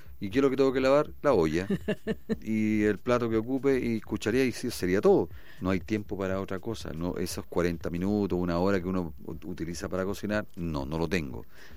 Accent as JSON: {"language": "Spanish", "country": "Chile", "said": "porque uno no está acostumbrado, honestamente, como chileno, a comer algo que está preparado de un mes en el congelador"}